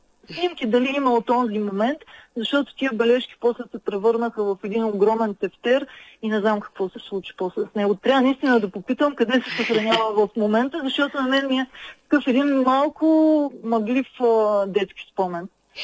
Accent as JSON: {"language": "Bulgarian", "town": "Kazanlak", "region": "Stara Zagora Province", "country": "Bulgaria", "tie": "born or raised there", "said": "съм родом от Казанлък."}